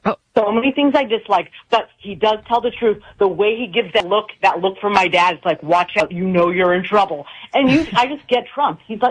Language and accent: English; Michigan, United States; born there; also born or lived in Florida; No, I was born in Michigan and then established down in Florida, but I'm first generation born here in America.